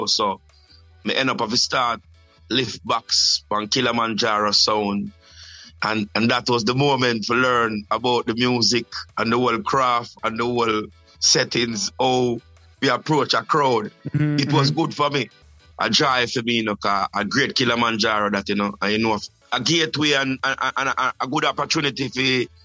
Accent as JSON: {"language": "English", "region": "Saint Elizabeth", "country": "Jamaica", "also_born_or_lived": "Kingston", "moved": "as an adult", "said": "Well, I hail from St. Elizabeth, you know. We settled in really 1991, we settled in a town."}